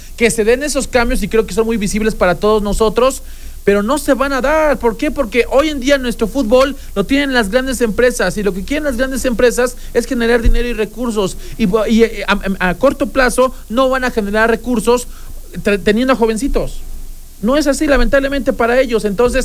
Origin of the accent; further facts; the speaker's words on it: Mexico; así somos los mexicanos